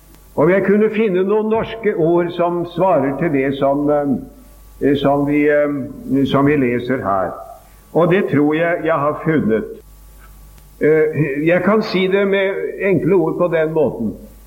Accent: Sarpsborg, Østfold, Norway; Jeg er hjemme i Sarpsborg, min hjemby.

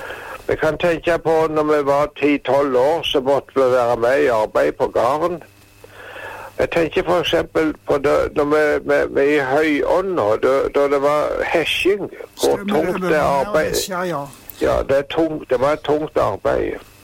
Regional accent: Rogaland, Norway; Men jeg tenker litt grann tilbake på Jæren der jeg vokste opp.

